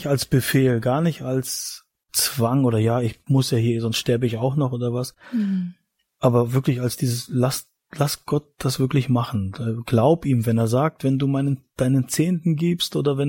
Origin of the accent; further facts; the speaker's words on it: Mecklenburg-Vorpommern, Germany; Wir würden gerne nach Mecklenburg-Vorpommern gehen, das ist Ostdeutschland, meine Heimat eigentlich, wo ich herkomme.